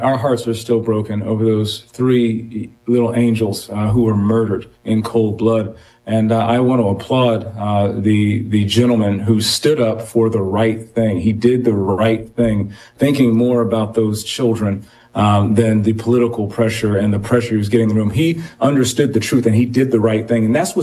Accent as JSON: {"language": "English", "town": "Detroit", "region": "Michigan", "country": "United States", "tie": "born or raised there", "said": "I was raised in Detroit, and the same houses that I passed by as a little boy that were burned during Devil's Night, I passed by an adult as an adult"}